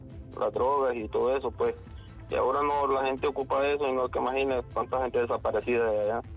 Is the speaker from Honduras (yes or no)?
yes; Yorito, Yoro, Honduras; now in San Pedro Sula, Honduras; Yo soy originario de Llorito y Oro.